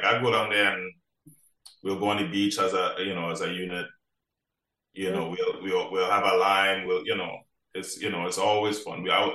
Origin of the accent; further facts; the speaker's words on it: Marabella, Trinidad & Tobago; But growing up in Marbella, I wasn't really into the music like that.